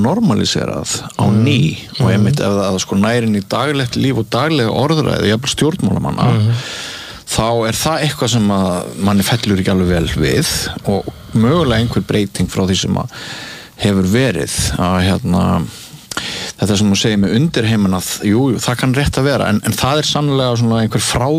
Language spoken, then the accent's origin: Icelandic; Mývatnssveit, Northeastern Region, Iceland; born or raised there